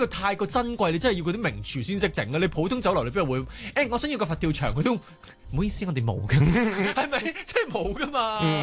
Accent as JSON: {"language": "Cantonese", "country": "Hong Kong", "said": "好啱我哋香港人聽。"}